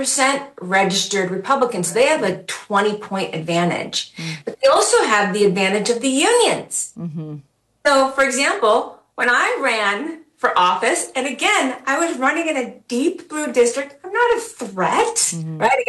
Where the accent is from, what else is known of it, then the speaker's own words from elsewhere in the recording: California, United States; also born or lived in Philadelphia; I've been a lifelong Californian. I've been here since I was four. I was born in Philadelphia, but you know, I spent my whole life in California.